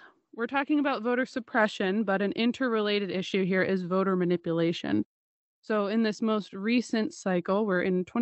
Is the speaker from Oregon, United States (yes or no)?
yes; Oregon, United States; This is something that I became aware of recently from someone who moved to my home state, Oregon, from Georgia